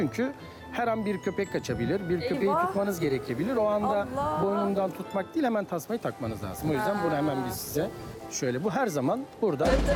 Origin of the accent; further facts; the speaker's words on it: Erzurum, Turkey; born there; Erzurum doğumluyum. 1975 Erzurum doğumluyum.